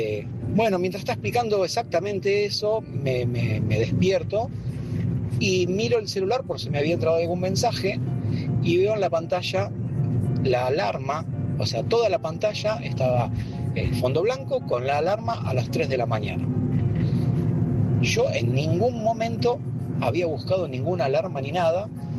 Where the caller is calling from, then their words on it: Buenos Aires, Argentina; de Parque Chacabuco.